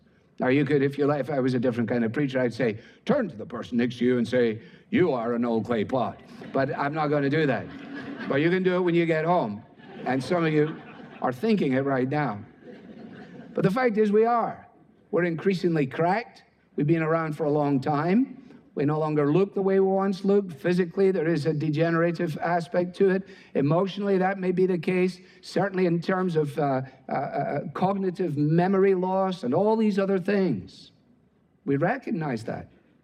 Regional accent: Scotland, United Kingdom; As a Scotsman, it appeals to me.

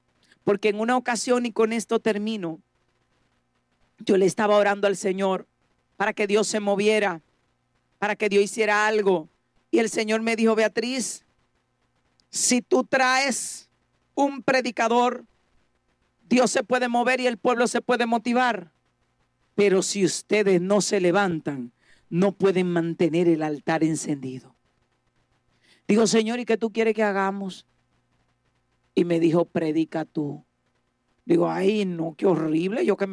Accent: Dominican Republic; nos pedían tener muchos requisitos a nosotros como dominicanos para entrar.

